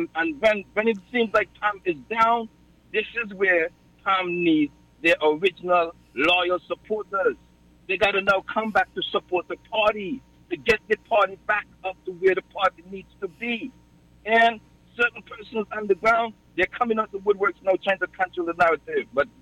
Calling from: Nevis, St. Kitts & Nevis; being that I'm from Nevis

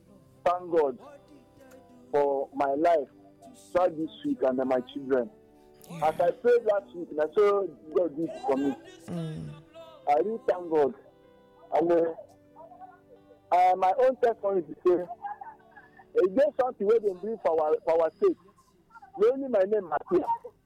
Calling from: Ebonyi, Nigeria; I'm calling from Ebonyi State.

